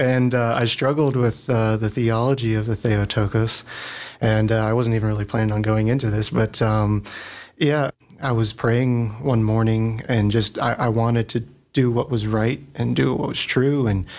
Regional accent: North Carolina, United States; I'm actually from a South Carolina parish. And if you look at where I'm from, it'll show South Carolina, but I'm actually from North Carolina.

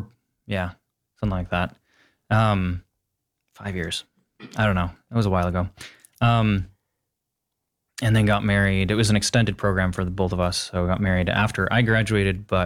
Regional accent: Midwest, United States; born there; I was born in the Midwest.

